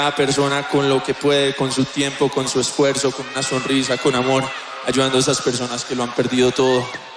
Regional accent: Colombia

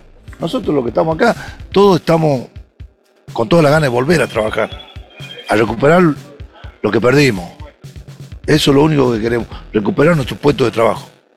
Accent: Jujuy, Argentina; moved away; 30 años, desde que vine de Jujuy, vine hace 32 años y después ingresé acá

